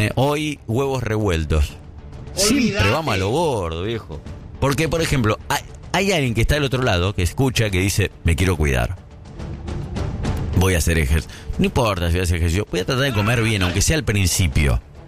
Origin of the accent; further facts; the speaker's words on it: Tunuyán, Mendoza, Argentina; Venite a mi pueblo de Tunuyán, maestro. Estuve por ahí. Hace poco estuve.